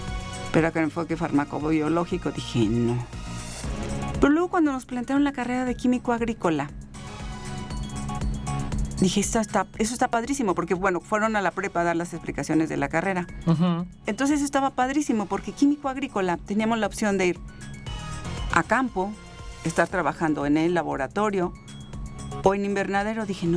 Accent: Querétaro, Mexico; Yo soy de Querétaro.

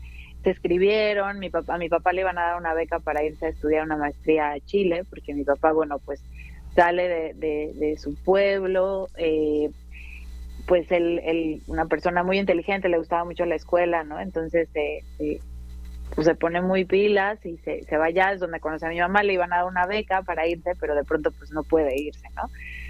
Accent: Mexico City, Mexico; yo nací en la Ciudad de México, uh-huh. pero pues mi papá es oaxaqueño, del Istmo de Tehuantepec. Él es hablante de zapoteca. Uh-huh. Y mi mamá es chilena

